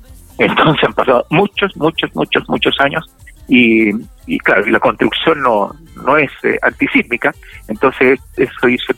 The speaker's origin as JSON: {"language": "Spanish", "country": "Chile", "said": "Y los chilenos y las chilenas, todos estamos acostumbrados a esto."}